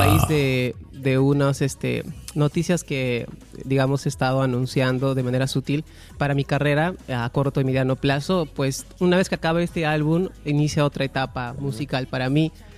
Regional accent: Peru; siempre seré andino porque somos un país andino, ¿no?

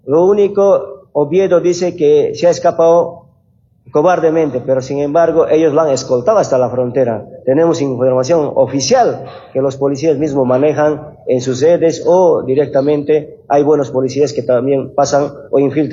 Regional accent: Bolivia; nuestro sentimiento como bolivianos

